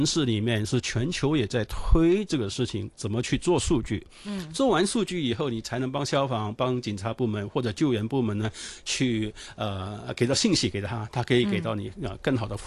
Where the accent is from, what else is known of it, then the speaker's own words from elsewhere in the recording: Hong Kong; 我们香港人是不太懂分东西南北的吧？